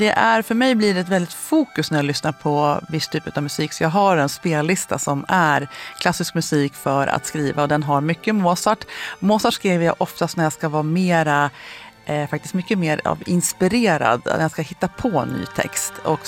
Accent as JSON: {"language": "Swedish", "town": "Frösön", "region": "Jämtland County", "country": "Sweden", "said": "Jag är ju från Frösön, inte bara därför"}